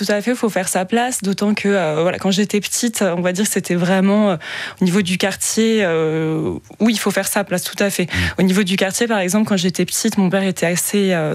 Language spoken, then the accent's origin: French; Nanterre, Île-de-France, France; also born or lived in Senlis, Picardy; on a déménagé quand j'étais petite dans le Grand Paris, donc c'était vraiment le moment où la banlieue se construisait. Donc je viens de banlieue parisienne, de côté ouest, côté Nanterre, et en fait il se trouve que j'ai vraiment grandi dans ce milieu-là